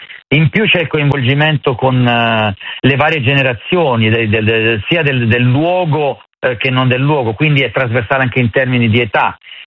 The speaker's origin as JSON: {"language": "Italian", "town": "Comerio", "region": "Lombardy", "country": "Italy", "tie": "born or raised there", "said": "l'ho fatto nel mio paese natio, un altro posto micro che è Comerio, in provincia di Varese"}